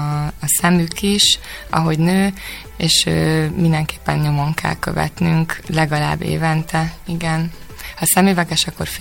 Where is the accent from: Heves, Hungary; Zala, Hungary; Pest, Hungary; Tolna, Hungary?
Pest, Hungary; Cegléd; Én Cegléden nevelkedtem